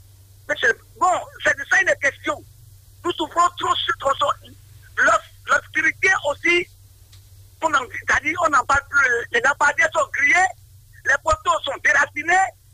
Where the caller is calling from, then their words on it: Benin; je suis à Toussou